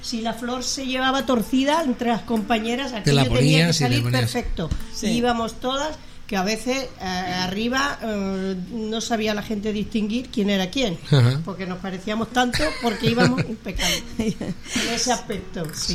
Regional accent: Andalusia, Spain; Yo no soy extremeña, soy andaluz.

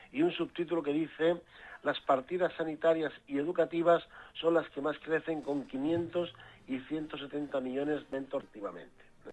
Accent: Extremadura, Spain; Estoy en mi tierra natal, en Extremadura.

